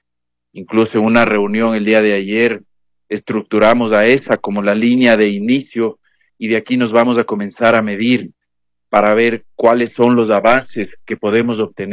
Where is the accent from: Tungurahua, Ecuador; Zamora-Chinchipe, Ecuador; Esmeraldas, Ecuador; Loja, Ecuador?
Tungurahua, Ecuador; Ambato